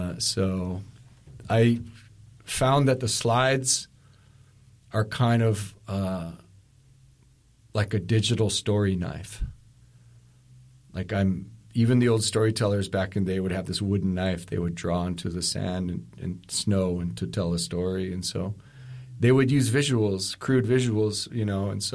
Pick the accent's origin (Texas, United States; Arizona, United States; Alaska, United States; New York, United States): Alaska, United States; Kotzebue; now in Anchorage, United States; I'm born and raised in Kotzebue. I've lived in Anchorage for about 30 years now.